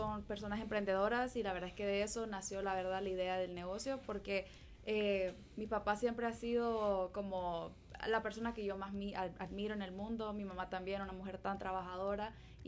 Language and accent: Spanish; Tegucigalpa, Francisco Morazán, Honduras; Tengo 26 años, soy de Tegucigalpa.